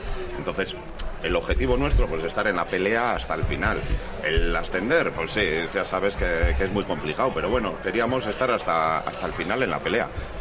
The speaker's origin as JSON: {"language": "Spanish", "town": "Amorebieta", "region": "Basque Country", "country": "Spain"}